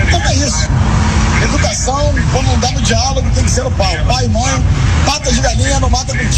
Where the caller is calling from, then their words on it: Rio de Janeiro, Brazil; Eu sou taxista e sou músico, sou da Tijuca.